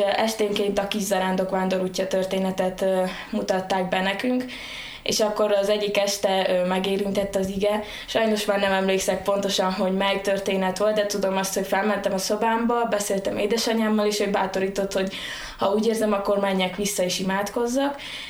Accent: Szilágyvalla, Sălaj, Romania; now in Cluj-Napoca, Romania; Hát én Szilágyságból származom, Zila mellett egy faluból, Szilágyvalláról. Nagy családban születtem, haton vagyunk testvérek

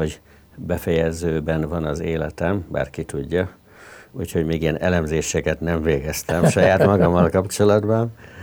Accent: Budapest, Hungary; born there; also born or lived in India / Esztergom; Valóban Budapesten születtem, de egész fiatal koromban, 10 és 14 éves korom között édesapám kohomérnök volt, és az egész család Indiában élt.

